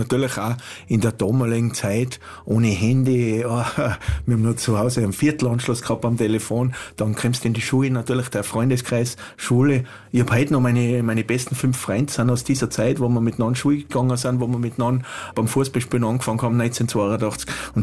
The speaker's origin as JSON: {"language": "German", "town": "Wörgl", "region": "Tyrol", "country": "Austria", "tie": "born or raised there", "said": "Also bin auf einem Bauernhof aufgewachsen in Wörgl, mit einer Vielzahl an Personen, wie es halt ist, so in die 70er Jahren am Bauernhof"}